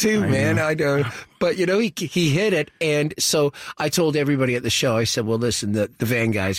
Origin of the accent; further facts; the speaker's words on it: Toronto, Ontario, Canada; I grew up in Scarborough, and we had the Kennedy Drive-In on Kennedy Road.